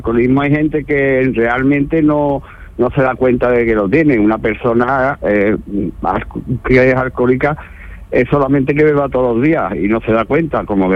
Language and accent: Spanish; Alar del Rey, Castile and León, Spain; now in Fuengirola, Spain; Yo soy de Alar también, a ver, que pero estoy en Fuengirola.